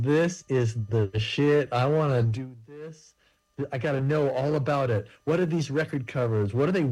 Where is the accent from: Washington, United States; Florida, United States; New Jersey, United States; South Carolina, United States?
Washington, United States; Seattle; moved away; also born or lived in New York City / Berlin; Well, I was born in New York City, so I have a little soft spot for that town. And I also grew up in Seattle